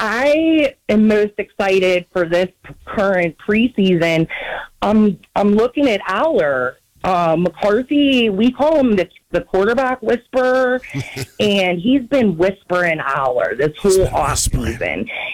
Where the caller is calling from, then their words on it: Pittsburgh, Pennsylvania, United States; well, I'm from Pittsburgh.